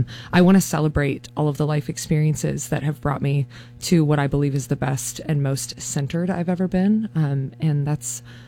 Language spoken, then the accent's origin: English; Kentucky, United States; It's also a return to me to my roots of growing up in Kentucky, and just that honest little girl that really wanted to do this for a living.